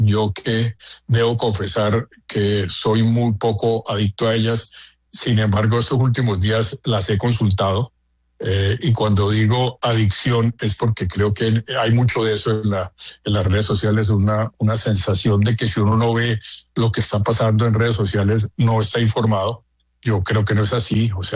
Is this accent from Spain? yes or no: no; Colombia